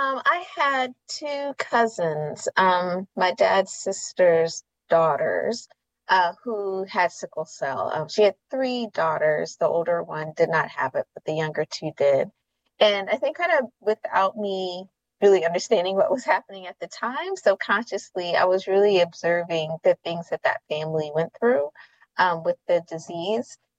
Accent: St. Mary's County, Maryland, United States; I grew up in St. Mary's County, but work here at Howard University.

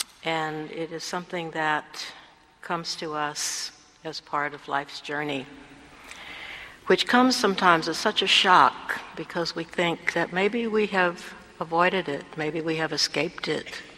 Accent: the South, United States; I grew up in the South where every white man was just like Donald Trump.

